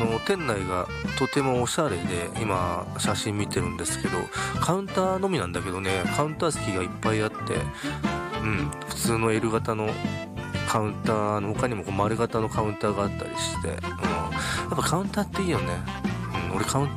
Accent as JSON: {"language": "Japanese", "region": "Saitama", "country": "Japan", "tie": "born or raised there", "said": "生まれも育ちも埼玉県の僕"}